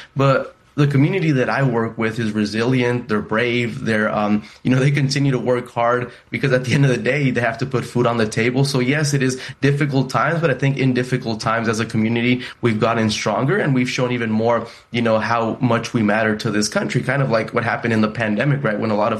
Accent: College Station, Texas, United States; I grew up in College Station, Texas, a very unique place because, you know, you have Texas A&M University. It's very globalized. There's a lot of different components. College Station is a pretty conservative place.

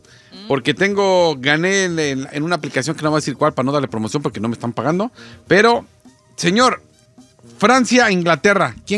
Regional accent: Mexico; Pero somos mexicanos. México ya ni está en la. Ya está eliminadote.

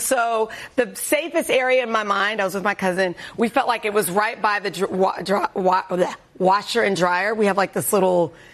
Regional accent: Kansas, United States; moved away; I grew up in Tornado Alley, as did you. Me too. Kansas.

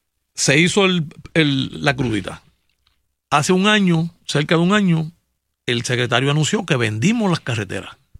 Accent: Puerto Rico; yo tengo mi creencia como puertorriqueño y mi ideología

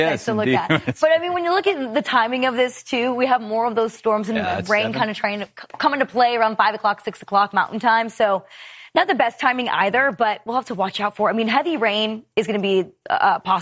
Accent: Detroit, Michigan, United States; I'm from the Detroit area

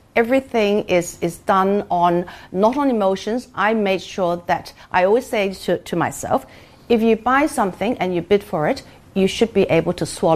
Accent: Hong Kong; I remember coming to Causeway Bay because we actually lived in Kennedy Road.

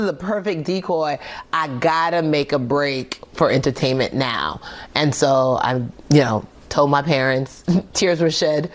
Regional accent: Nigeria; And I was like, how do I do that? I'm Nigerian.

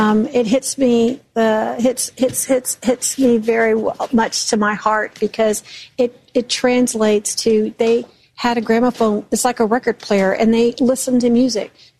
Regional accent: Houston, Texas, United States; born or raised there

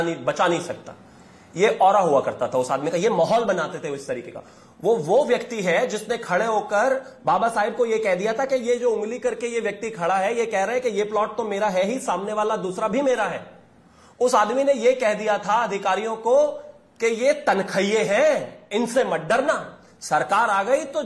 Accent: Uttar Pradesh, India; मैं उत्तर प्रदेश से आता हूं

